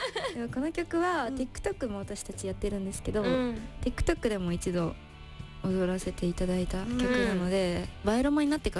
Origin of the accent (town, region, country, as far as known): Nagoya, Aichi, Japan; born or raised there